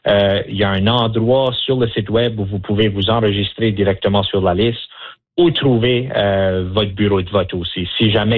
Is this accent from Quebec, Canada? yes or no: no; New Brunswick, Canada; Moi, je suis un Acadien, je suis originaire du New-Brunswick, alors je comprends cette importance-là